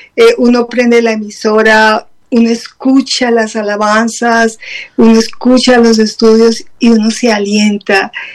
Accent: Armenia, Quindío, Colombia; yo vengo de Armenia

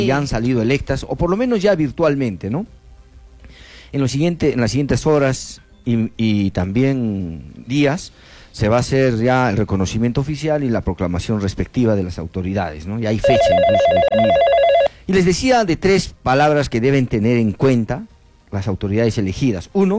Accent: Arequipa, Peru; del 1.300.000, que somos los arequipeños

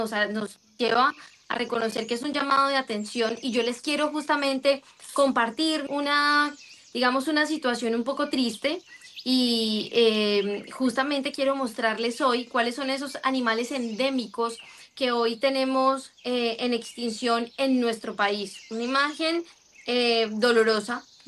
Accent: Colombia; nosotros como colombianos

